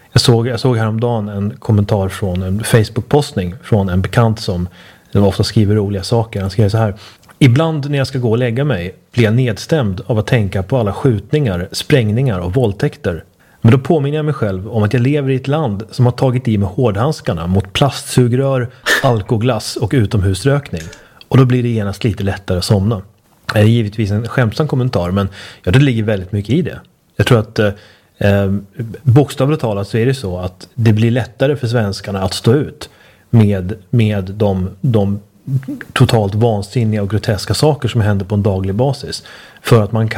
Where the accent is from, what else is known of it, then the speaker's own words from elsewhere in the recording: Sweden; now in Budapest, Hungary; det tycker man ju som svensk är väldigt så här, kanske gammalmodigt och irriterande. Och jag har ju faktiskt, jag har konstaterat en gång att det är skönt att bo i Budapest